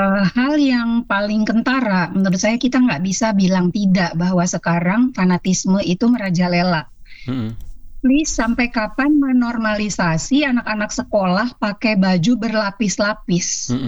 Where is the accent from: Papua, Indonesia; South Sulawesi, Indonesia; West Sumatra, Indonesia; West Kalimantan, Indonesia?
West Sumatra, Indonesia; Saya orang Minang